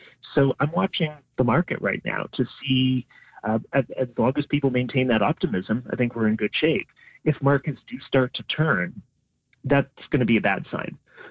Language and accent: English; Canada; here in Canada